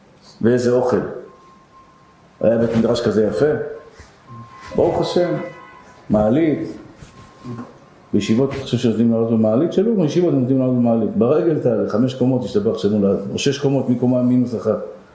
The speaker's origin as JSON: {"language": "Hebrew", "town": "Tel Aviv", "region": "Tel Aviv District", "country": "Israel", "tie": "born or raised there", "said": "אני גדלתי בשכונת התקווה. אצלנו מלשינים, היינו מוחקים אותם."}